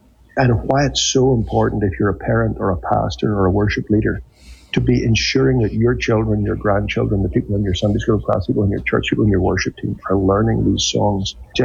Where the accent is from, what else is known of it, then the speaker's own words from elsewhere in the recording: Northern Ireland, United Kingdom; Well, we did. Actually, my background is Northern Irish Plymouth Brethren